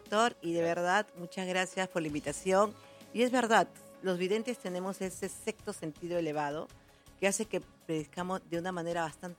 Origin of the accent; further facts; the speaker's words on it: Huacho, Lima, Peru; yo soy de Huacho.